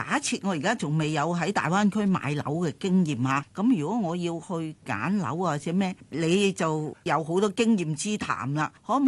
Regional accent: Hong Kong

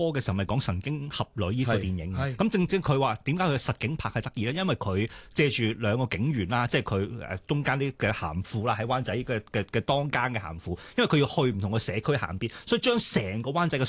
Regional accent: Hong Kong; 我哋香港人

